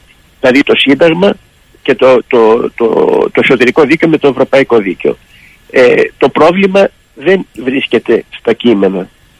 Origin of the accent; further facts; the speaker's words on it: Greece; σαν Έλληνας πολίτης